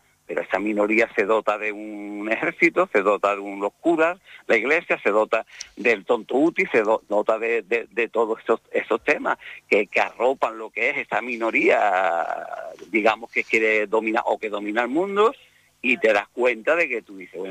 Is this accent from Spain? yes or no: yes; Andalusia, Spain; accent: Andalusian; Yo soy andaluz, hablo malamente, pero no es que hable malamente, es que hablo andaluz, porque soy andaluz, me gusta el gazpacho, me gusta el pescadito frito